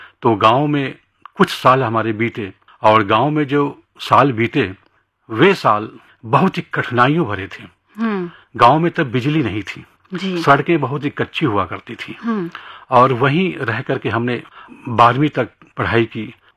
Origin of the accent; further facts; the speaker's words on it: Bihar, India; born there; मेरा जन्म बिहार में हुआ है। बिहार